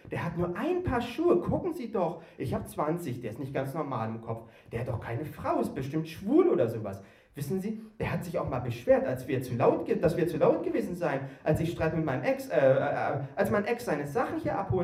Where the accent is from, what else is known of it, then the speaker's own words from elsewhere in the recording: Erfurt, Thuringia, Germany; also born or lived in Greifswald; Ich komme ja eigentlich aus Erfurt und war früher mal hier in Greifswald